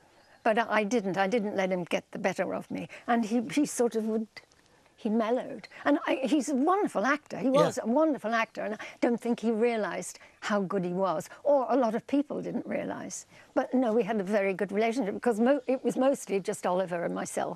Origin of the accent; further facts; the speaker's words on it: Liverpool, North West England, United Kingdom; I'm from Liverpool